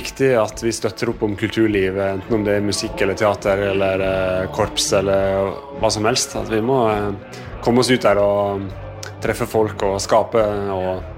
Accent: Western Norway, Norway

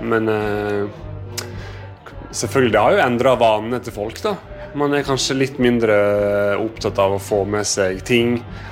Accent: Western Norway, Norway; så jeg er jo vestlending, så jeg er vant til litt vær og regn og vind

